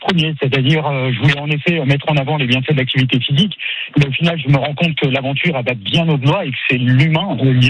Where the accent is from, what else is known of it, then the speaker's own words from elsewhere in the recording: Beaugency, Centre-Val de Loire, France; born there; now in Orléans, France; J'ai été lycéen à Beaugency.